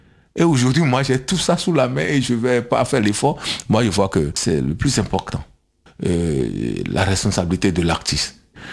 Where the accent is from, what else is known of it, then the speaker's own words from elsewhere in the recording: Benin; je me considère comme artiste béninois, après africain